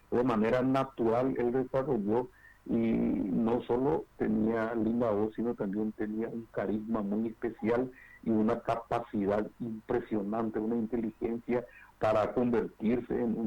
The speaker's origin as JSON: {"language": "Spanish", "country": "Paraguay", "said": "Creo que como paraguayos que somos, y más aún como cultores musicales, ¿verdad?"}